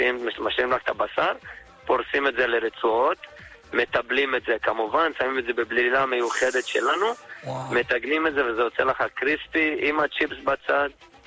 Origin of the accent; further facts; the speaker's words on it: Petah Tikva, Central District, Israel; מפתח תקווה